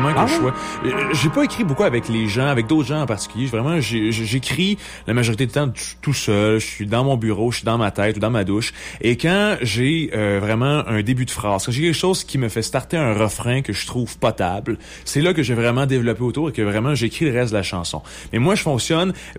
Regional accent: La Malbaie, Quebec, Canada; Je viens de la Malbaie dans Charlevoix, puis c'est quelque chose que je tiens beaucoup. Mes racines sont très, très, très importantes pour moi.

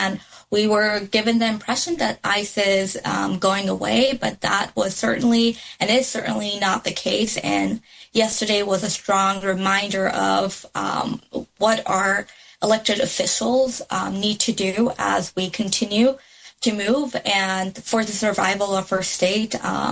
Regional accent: Texas, United States; So I grew up in Texas, and my introduction to Maine was actually just

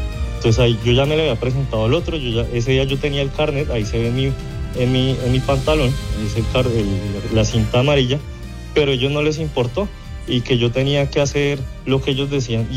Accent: Bogotá, Colombia; now in Ibagué, Colombia; yo no soy de Ibagué, yo soy de Bogotá. Yo llegué acá

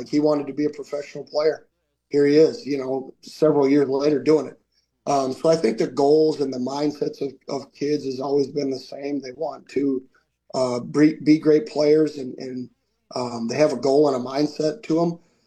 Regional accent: Minnesota, United States

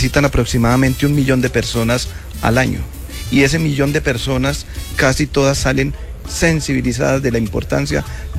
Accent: Santa Elena, Antioquia, Colombia; Sí, yo soy nativo del corregimiento de Santa Elena.

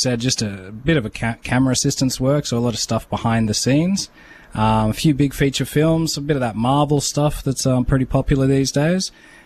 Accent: Armidale, New South Wales, Australia; moved away as an adult; now in Tennant Creek, Australia; I grew up in Armidale, New South Wales, which is like northern New South Wales. Apparently the highest city in Australia.

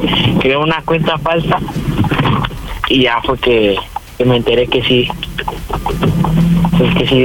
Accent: Mexico City, Mexico; Tengo 17, de la Ciudad de México.

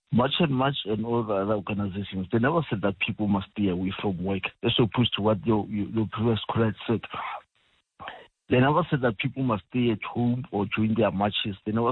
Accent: Soweto, Gauteng, South Africa; I'm original from Soweto. I lived there since I was born in 1979.

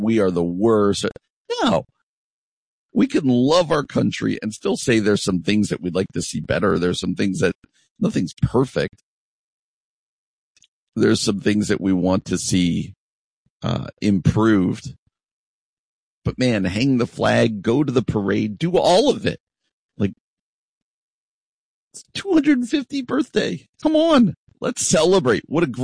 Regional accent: New Jersey, United States; I grew up in New Jersey. I grew up on the East Coast.

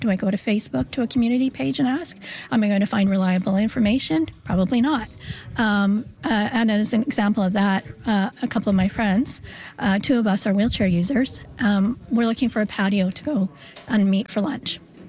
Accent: Manitoba, Canada; moved away as an adult; now in Saint John, Canada; I've lived here for 10 years. I'm originally from Manitoba.

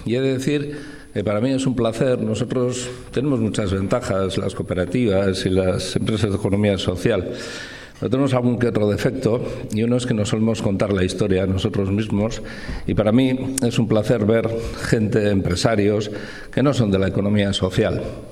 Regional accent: Bilbao, Basque Country, Spain; soy bilbaíno

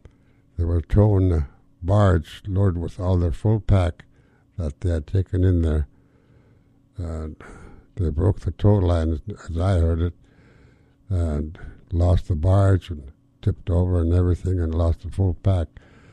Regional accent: Yakutat, Alaska, United States; born there; I was born in Dry Bay, about 65 miles below Yakutat. Yakutat being the nearest post office, of course, I have to say I was born in Yakutat. But Dry Bay is just off the foothills of Mount Fairweather

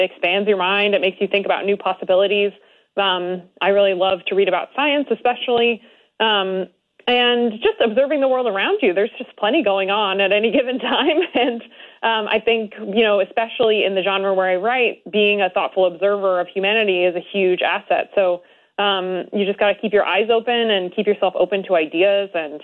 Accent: Illinois, United States; I grew up in the suburbs of Chicago.

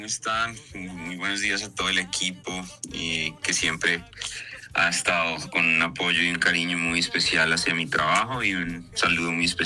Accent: Boyacá, Colombia; Como gente buena, como una tierra hermosa, y de eso me siento orgulloso de ser de Boyacá.

